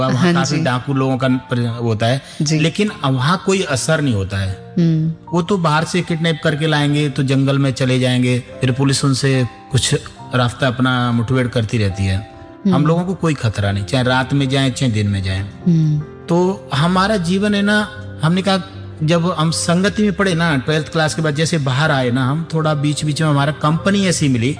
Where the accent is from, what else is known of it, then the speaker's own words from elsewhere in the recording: Rajasthan, India; ये हमारा गांव पड़ता है धौलपुर डिस्ट्रिक्ट में मनिया के पास, एक चैना का पूरा गाँव है।